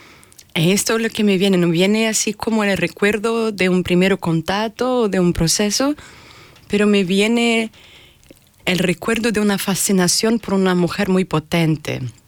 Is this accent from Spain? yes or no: no; Brazil; now in Hamburg, Germany; yo soy brasileña, vivo acá en Hamburgo.